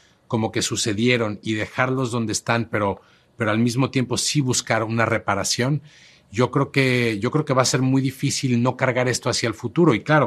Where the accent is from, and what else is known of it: Mexico